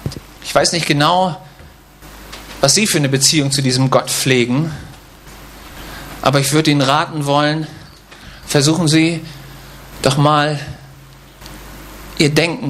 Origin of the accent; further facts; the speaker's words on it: Germany; Also ich komme aus Deutschland